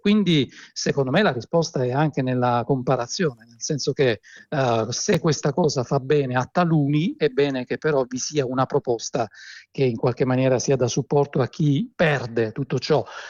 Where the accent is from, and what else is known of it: Southern Italy, Italy